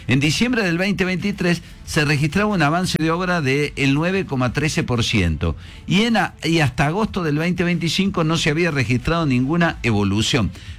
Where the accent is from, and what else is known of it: Argentina